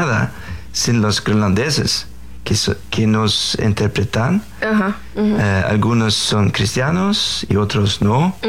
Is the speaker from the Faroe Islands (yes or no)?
yes; Faroe Islands; first language Faroese; Spanish is a second language; Ya hablo faroés, naturalmente es mi lengua materna, también danés y noruega, sueco, más o menos... que son lenguas similares.